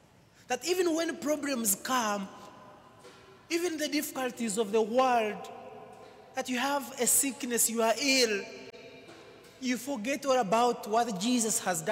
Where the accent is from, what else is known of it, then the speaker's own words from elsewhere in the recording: Uganda; moved away; I'm from Uganda, and I'm learning Spanish.